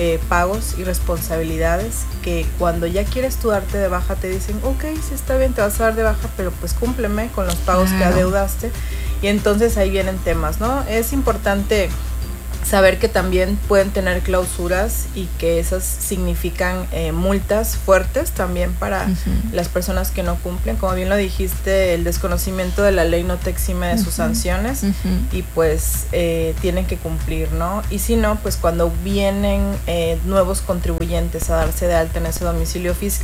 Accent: Mexico; como mexicanos tenemos constitucionalmente derechos

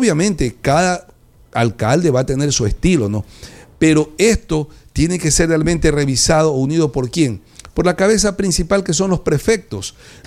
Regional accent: Manabí, Ecuador; yo soy un manabita que defiende siempre y soy orgulloso de ser manabita. Siempre digo que soy una mezcla de muchas cosas porque nací en un cantón, me crié en otro, estudié en otro

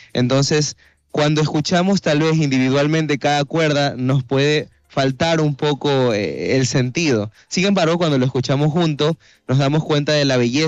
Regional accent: Manabí, Ecuador; somos de Manabí.

